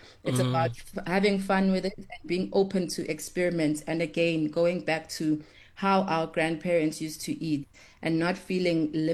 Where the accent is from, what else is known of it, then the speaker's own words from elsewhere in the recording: Durban, KwaZulu-Natal, South Africa; growing up in Durban